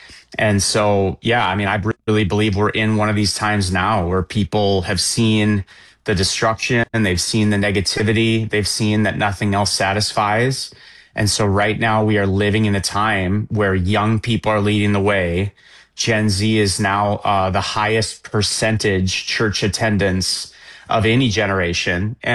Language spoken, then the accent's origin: English; North Dakota, United States; I'm from North Dakota. I think when I grew up, man, we always used to say there was 500, maybe 600,000 people in the state.